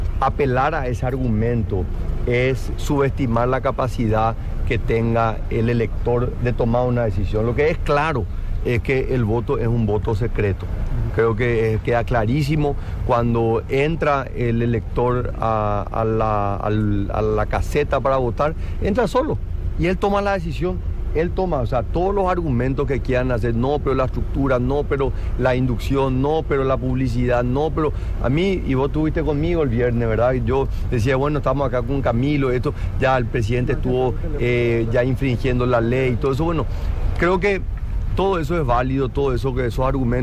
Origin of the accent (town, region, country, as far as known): Paraguay